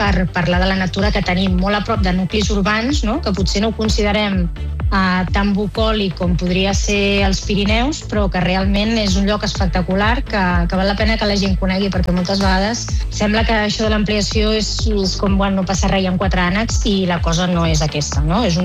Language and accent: Catalan; El Prat de Llobregat, Catalonia, Spain; jo sóc del Prat